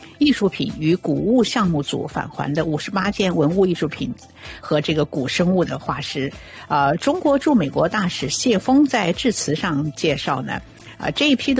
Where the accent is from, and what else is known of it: Canada